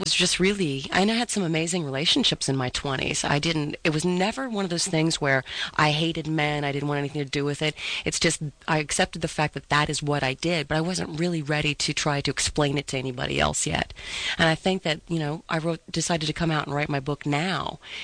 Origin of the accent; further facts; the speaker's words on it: Steubenville, Ohio, United States; moved away; growing up in Steubenville and sort of a small-town girl